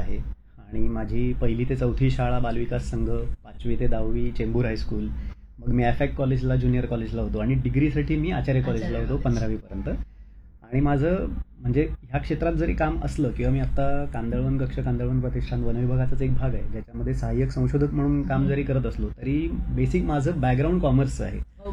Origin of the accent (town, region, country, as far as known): Velas, Maharashtra, India; moved away as an adult; also born or lived in Mumbai; now in Velas, India